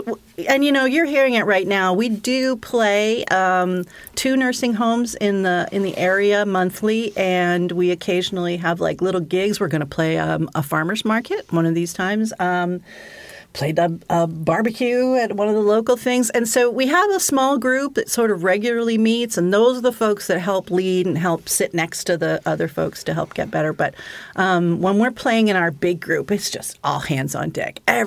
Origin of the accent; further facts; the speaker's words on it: Midwest, United States; we're from the Midwest.